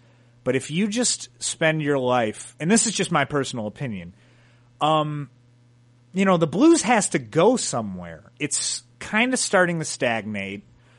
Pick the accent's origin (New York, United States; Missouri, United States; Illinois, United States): Illinois, United States; Chicago; we're from Chicago.